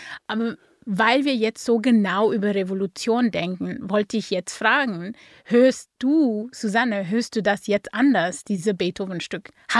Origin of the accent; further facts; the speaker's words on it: South Africa; Südafrika komme. Und unsere Demokratie ist sehr jung. Dieses Jahr, glaube ich, sind 32 Jahre alt, ist mein Heimatland Demokratie.